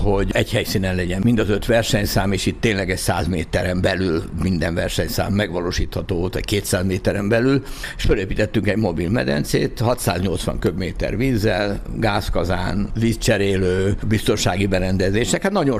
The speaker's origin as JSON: {"language": "Hungarian", "town": "Agárd", "region": "Fejér", "country": "Hungary", "tie": "born or raised there", "also_born_or_lived": "Zugló, Budapest", "said": "Igen, hát én 4 éves voltam, amikor Zuglóból oda költöztünk, mert államosítottak édesapám pékségét, és lementünk az agárdi házunkba."}